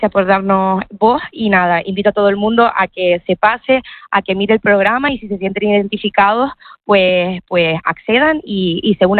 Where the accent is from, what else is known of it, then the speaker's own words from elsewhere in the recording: Tenerife, Canary Islands, Spain; somos de aquí, de Canarias, uh-huh. Ella de La Palma, yo de Tenerife.